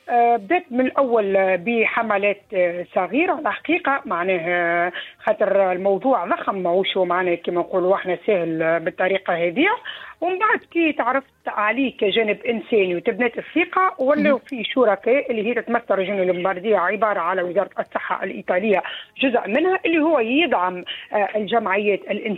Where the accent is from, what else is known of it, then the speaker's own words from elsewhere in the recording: Tunisia; moved away; انا بسيبتي تونسي